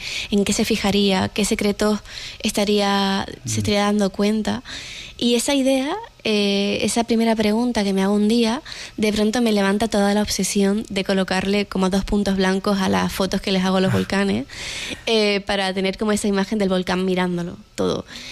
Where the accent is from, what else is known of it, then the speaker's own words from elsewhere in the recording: Canary Islands, Spain; moved away; exista también fue mi vuelta a la isla de Lanzarote, ¿no? Yo estuve 9 años fuera, y regresar al lugar de donde naciste y creciste creo que siempre lleva como una reconciliación.